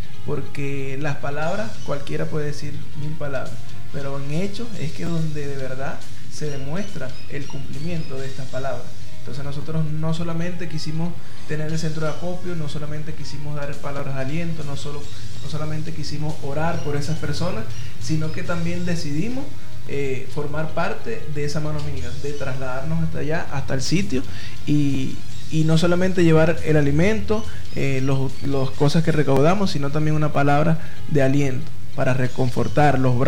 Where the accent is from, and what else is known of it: Venezuela